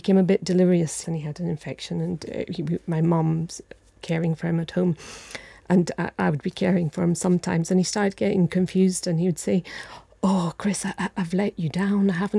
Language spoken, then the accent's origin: English; India; moved away; I was brought up in India.